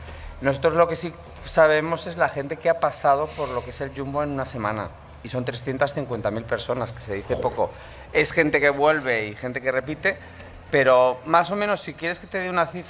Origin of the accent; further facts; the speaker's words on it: Pamplona, Navarre, Spain; Yo soy de Pamplona.